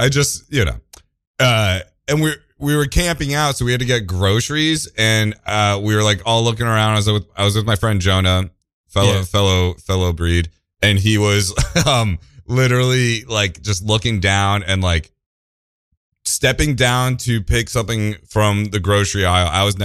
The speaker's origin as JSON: {"language": "English", "area": "Westchester", "region": "New York", "country": "United States", "said": "I'm from Westchester too."}